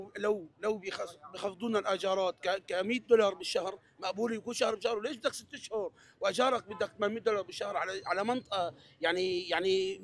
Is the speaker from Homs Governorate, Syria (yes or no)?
yes; Homs, Homs Governorate, Syria; اني انا اليوم من الشعب السوري، انا من حمص، انا وضع المادي تعبان